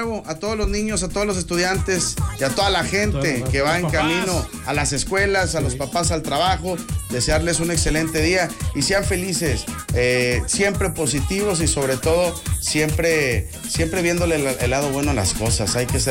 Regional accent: Saltillo, Coahuila, Mexico; somos orgullosamente de Saltillo.

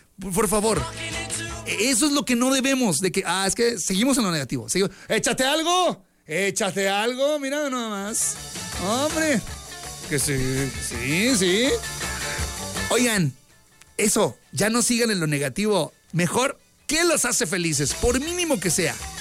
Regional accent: Saltillo, Coahuila, Mexico; Yo sí saludo y soy de Saltillo.

